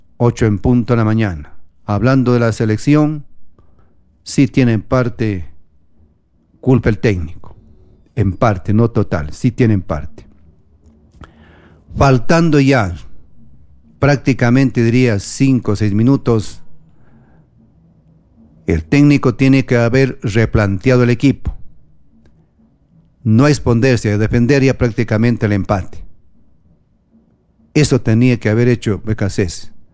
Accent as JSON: {"language": "Spanish", "country": "Ecuador", "said": "nosotros como aficionados, como ecuatorianos"}